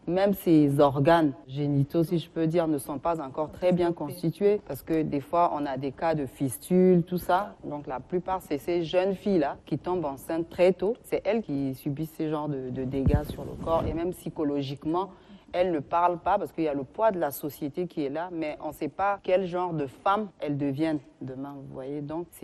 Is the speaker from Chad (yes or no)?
yes; Tandjilé, Chad; je suis de la Tangilée